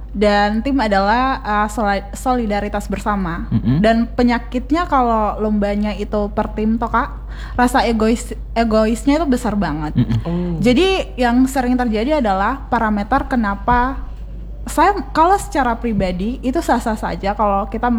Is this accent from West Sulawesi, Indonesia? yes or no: yes; Polewali Mandar, West Sulawesi, Indonesia